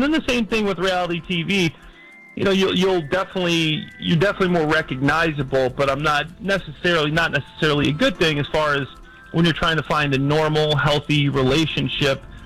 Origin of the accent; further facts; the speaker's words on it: Chicago, Illinois, United States; Yeah, I'm from Chicago, so I'm not going anywhere. I'm staying in town